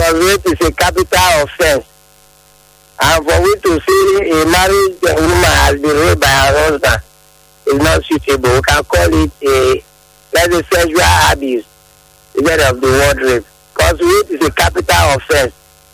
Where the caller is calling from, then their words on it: Oghara, Delta, Nigeria; I'm calling from Delta State.